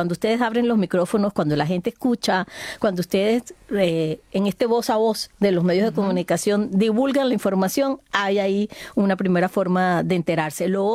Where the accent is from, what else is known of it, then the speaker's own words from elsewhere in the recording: Barranquilla, Atlántico, Colombia; A ver, los barranquilleros nos damos el lujo de nacer en cualquier lugar del mundo